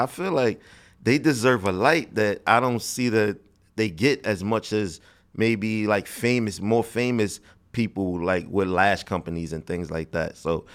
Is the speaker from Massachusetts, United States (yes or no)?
no; Bronx, New York, United States; also born or lived in Rochester; Because I'm from the city, I'm from the Bronx, yeah, New York. Yeah. So, and like, I spent 20 years of my life in the Bronx and 20 years of my life in Rochester.